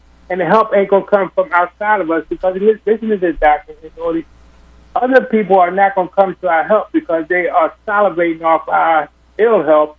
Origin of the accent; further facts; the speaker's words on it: Philadelphia, Pennsylvania, United States; I'm born and raised in North Philly, man. I thank God that I was born and raised in North Philly